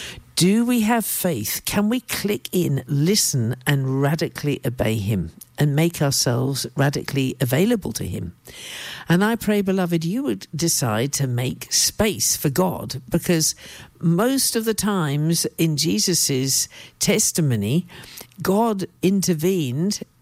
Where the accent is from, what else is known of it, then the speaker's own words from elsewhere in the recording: South East England, United Kingdom; I grew up in England. I'm a country bumpkin from the back. The back blocks of Oxfordshire, and we had a bus that came two times a week.